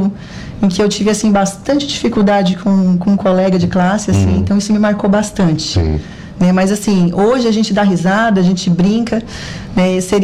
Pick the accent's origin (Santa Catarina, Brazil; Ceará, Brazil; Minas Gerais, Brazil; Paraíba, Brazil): Santa Catarina, Brazil; Criciúma; moved away as an adult; now in Araranguá, Brazil; eu sou natural de Criciúma, né? Nasci na terra do tigre